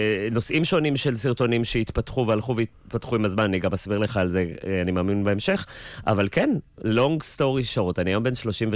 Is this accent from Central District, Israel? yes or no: no; Jerusalem, Jerusalem District, Israel; now in Tel Aviv, Israel; אנחנו גדלנו בירושלים, היא בקריית יובל, אני בבית הכרם, אנחנו חבר'ה, אנחנו פשוטים.